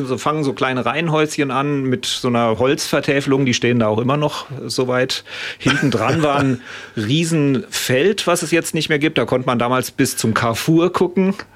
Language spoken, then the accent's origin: German; Mainz, Rhineland-Palatinate, Germany; Ja, also in Mainz-Bretzenheim haben meine Eltern gewohnt, als ich geboren wurde.